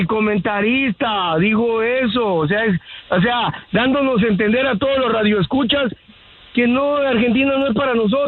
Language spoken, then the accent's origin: Spanish; Guatemala; Porque soy chapín, mano.